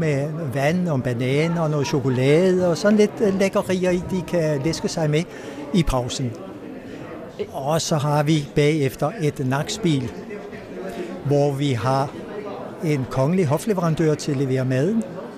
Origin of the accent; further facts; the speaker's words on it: Allinge, Capital Region of Denmark, Denmark; Jeg har boet i alle de år, jeg har næsten levet, bortset fra et halvt år. så jeg er ægte bornholmer.